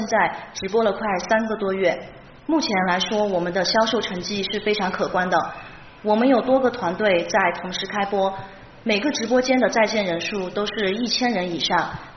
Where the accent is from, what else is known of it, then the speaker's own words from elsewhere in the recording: Luxi County, Yunnan, China; moved away as an adult; 一直关注着家乡的发展。泸溪气候温润，土壤肥沃，是优质鲜花种植的宝藏基地